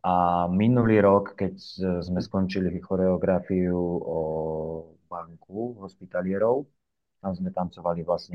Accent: Martin, Žilina Region, Slovakia; also born or lived in Cyprus; A čo, no pochádzam z Martina, tam som sa narodil, tam som pôsobil, tancoval, až kým som išiel na vojnu

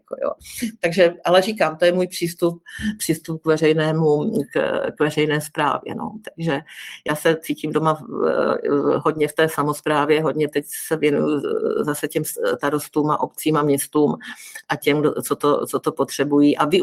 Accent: Moravia, Czechia; Ale já jsem skutečně hodná holka z Moravy

